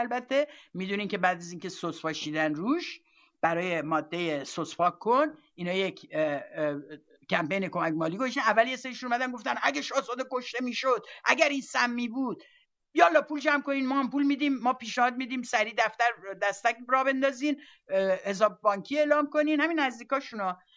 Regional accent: Iran; بالاخره ما ایرانی هستیم

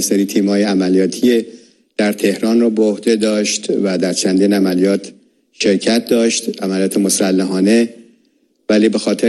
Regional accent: Iran; moved away; بعد از که من از ایران اومدم، دوتا سفارش کردم به برادرم

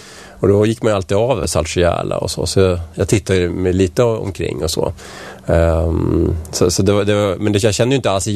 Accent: Vällingby, Stockholm County, Sweden; also born or lived in Strängnäs; now in Nacka, Sweden

